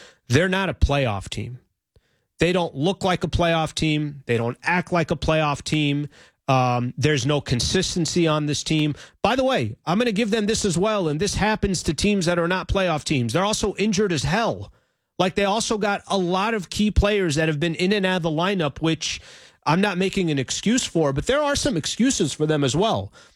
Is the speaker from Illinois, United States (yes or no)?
no; San Diego, California, United States; I'm from San Diego, so I enjoy covering the San Diego Padres.